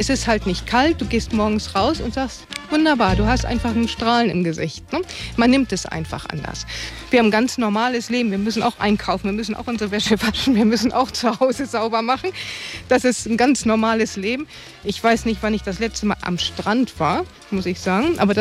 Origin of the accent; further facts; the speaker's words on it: Northern Germany, Germany; moved away as an adult; also born or lived in Hamburg; now in Canary Islands, Spain; als Norddeutsche